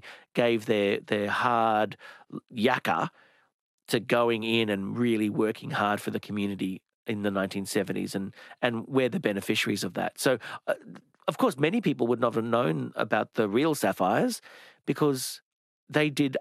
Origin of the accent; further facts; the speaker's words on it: Brisbane, Queensland, Australia; I grew up in Brisbane.